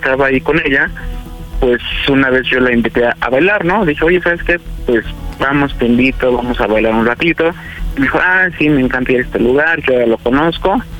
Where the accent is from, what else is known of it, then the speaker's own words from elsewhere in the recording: Puebla, Mexico; Tengo 24 años y soy de la ciudad de Puebla.